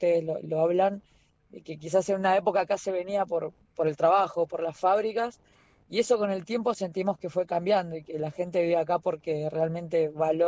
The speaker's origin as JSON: {"language": "Spanish", "town": "San Carlos de Bariloche", "region": "Río Negro", "country": "Argentina", "moved": "as an adult", "lives_now": "Tierra del Fuego, Argentina", "said": "yo soy de Bariloche, pero conocí Tierra del Fuego a los 20 años"}